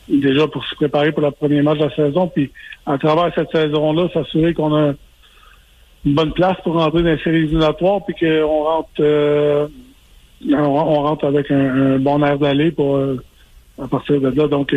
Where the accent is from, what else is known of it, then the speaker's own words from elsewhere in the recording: Quebec, Canada; étant donné que je suis Québécois